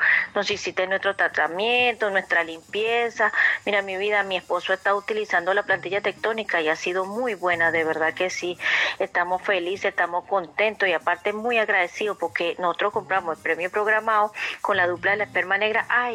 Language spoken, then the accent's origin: Spanish; Tierralta, Córdoba, Colombia; nosotros somos de Tierra Alta, Córdoba, nos vinimos para acá porque la verdad el trabajo estaba muy pesado por allá.